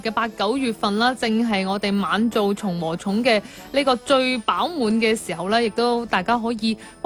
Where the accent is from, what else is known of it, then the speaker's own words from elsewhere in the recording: Guangdong, China; 我哋广东人